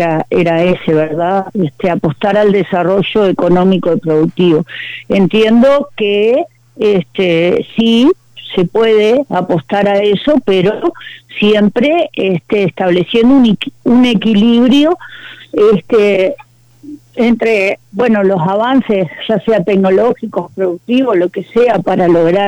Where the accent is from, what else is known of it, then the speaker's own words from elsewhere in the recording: Treinta y Tres, Uruguay; moved away; cuando volví a mi pueblo natal, que es 33